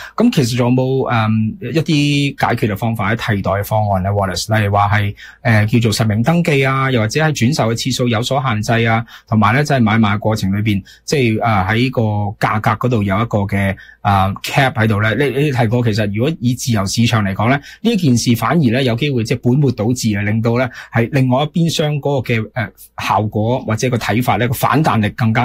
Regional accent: Hong Kong; moved away; 我哋原居地啦，可能係即係我嚟自香港啦

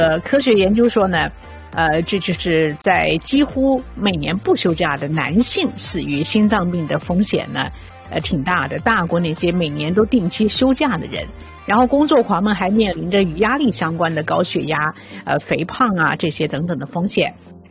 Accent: China

